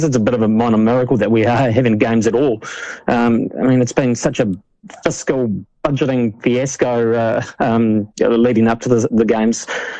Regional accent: New Zealand; as a Kiwi, you always get a little bit giddy when the New Zealand team walk out in the arena

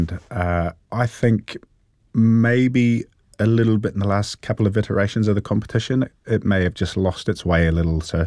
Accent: Hastings, Hawke's Bay, New Zealand; I grew up in Hastings.

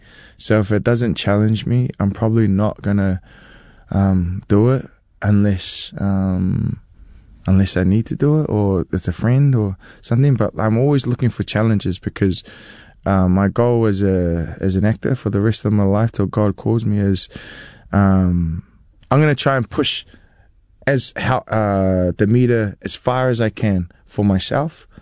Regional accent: Waitara, Taranaki, New Zealand; I'm a kid from Waitara, you know, you kind of just figure it out as you go along.

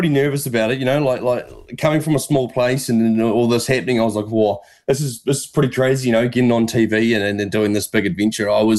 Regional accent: Palmerston, Otago, New Zealand; also born or lived in Dunedin; So, I was growing up in Palmerston, like you say, very rural town, and then moving to the big Dunedin, the big smoke was... pretty crazy for me, and I'd never really had the task of making new friends.

